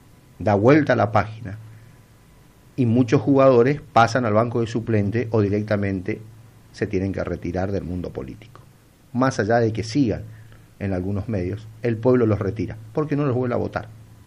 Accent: Argentina; Yo, la verdad que como argentino y como votante de Milei

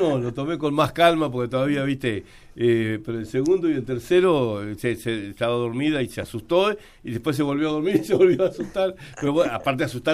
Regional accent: Argentina

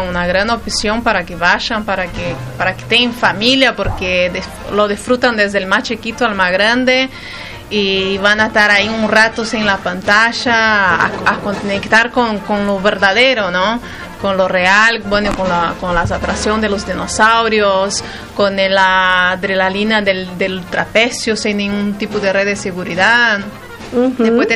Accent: Brazil; Spanish is a second language; moved away as an adult; now in Argentina; Yo soy de Brasil.

